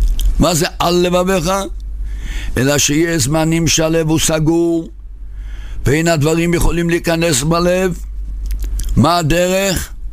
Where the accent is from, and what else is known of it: Migdal HaEmek, Northern District, Israel